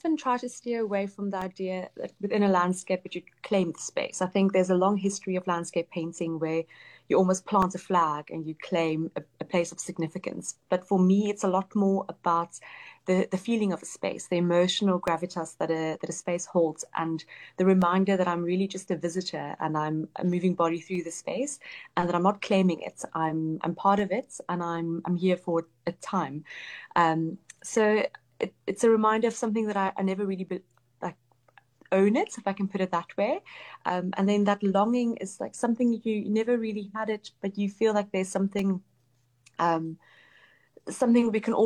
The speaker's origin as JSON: {"language": "English", "country": "South Africa", "tie": "born or raised there", "said": "Even though I grew up in South Africa, it's always that question of sense of belonging."}